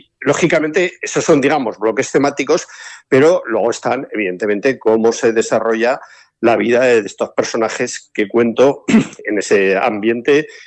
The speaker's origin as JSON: {"language": "Spanish", "region": "Celtiberia", "country": "Spain", "said": "de mi tierra, de la Celtiberia"}